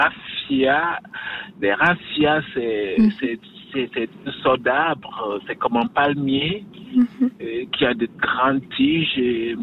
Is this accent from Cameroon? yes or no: yes; Cameroon; Je suis un Camerounais d'origine. Et dans mon enfance, on n'a pas toujours eu ce qu'on veut.